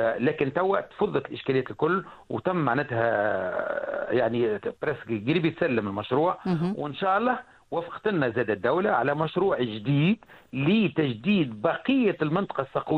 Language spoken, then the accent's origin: Arabic; Tunisia; ماخذينه تو 3 مقاولين من اكبر المقاولين اللي عندنا في تونس وينجزوا فيه